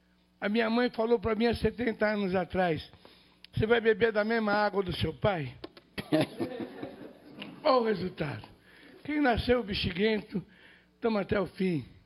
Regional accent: São Paulo, Brazil; minha escola, onde me formei, onde me criei. Eu sou um bixiguento nato e vou morrer ali.

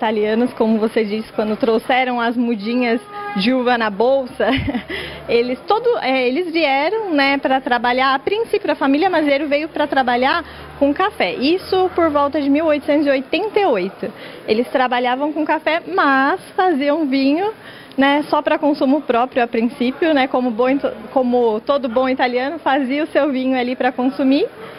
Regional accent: Jundiaí, São Paulo, Brazil; Eu sou de Jundiaí

